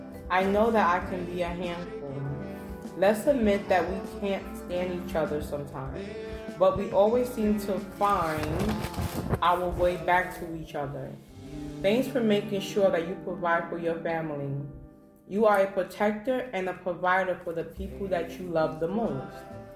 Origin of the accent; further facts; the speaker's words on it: New York, United States; I'm 31 years old and I'm from the Bronx, New York.